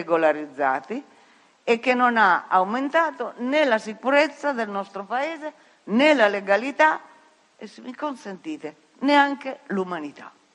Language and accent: Italian; Piedmont, Italy; Io sono piemontese